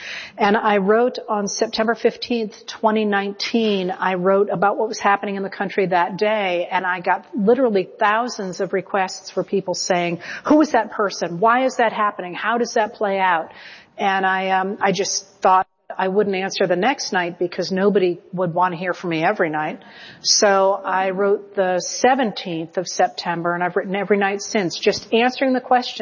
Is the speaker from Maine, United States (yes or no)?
yes; Maine, United States; also born or lived in Chicago area; We had always spent the summers in Maine, where my mother was from, and we left to the Chicago area the day after I turned 7 and moved to Maine permanently.